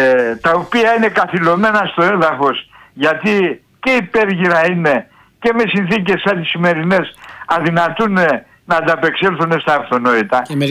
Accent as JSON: {"language": "Greek", "town": "Platamonas", "region": "Central Macedonia", "country": "Greece", "said": "από τον Πλαταμόνα, φίλε, τι κάνει."}